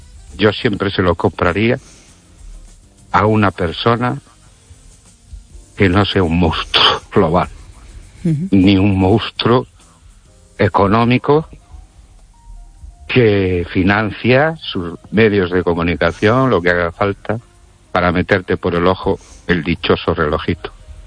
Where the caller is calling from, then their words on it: Ourense, Galicia, Spain; soy … de Orense